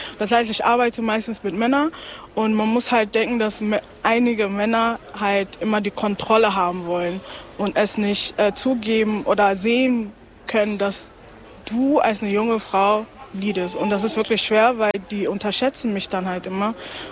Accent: Hamburg, Germany; born there; now in Chemnitz, Germany; Ja, ich bin ja aus Hamburg.

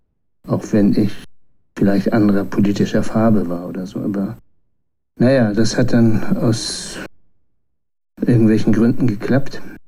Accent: Lüneburg, Lower Saxony, Germany; ich bin in Lüneburg geboren, auf dem Dorf 10 Kilometer weiter aufgewachsen, zum Joanneum gegangen, vorm Abi zu Hause ausgezogen und mich durch Wohngemeinschaften in Stadt und Land geschlagen.

